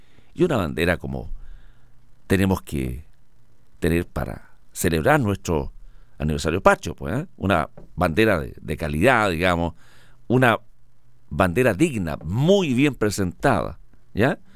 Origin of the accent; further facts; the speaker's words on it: Chile; tenemos que colocar bandera como buenos chilenos durante este mes de la patria